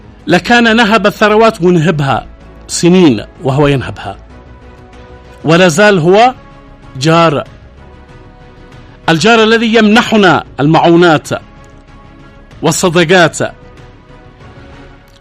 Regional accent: Yemen; احنا يمنيين، احنا حرار، احنا فينا الغيرة، فينا النخوة والشجاعة والبسالة

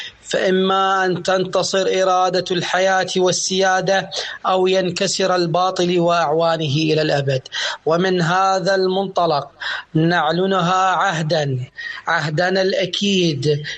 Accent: Iraq; ونحن من العراق

